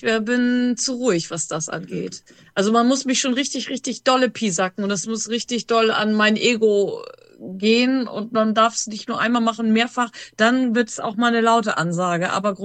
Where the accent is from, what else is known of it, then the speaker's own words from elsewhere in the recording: Hamburg, Germany; ich komme aus dem wunderschönen Hamburg.